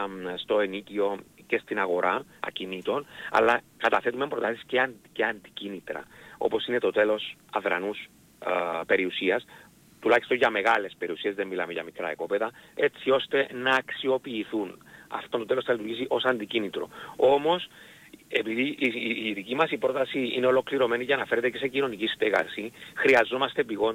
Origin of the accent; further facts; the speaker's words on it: Limassol, Limassol District, Cyprus; καθώς ζω την πόλη μου, ζω τη Λεμεσό